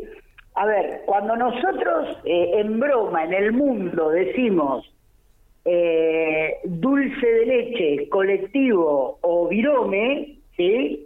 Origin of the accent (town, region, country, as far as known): Santa Cruz, Argentina